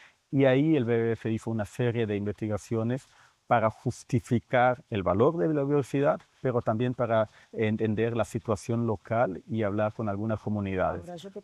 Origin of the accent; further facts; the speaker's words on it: Colombia; porque realmente es imposible no estar orgulloso como colombiano de Chiribiquete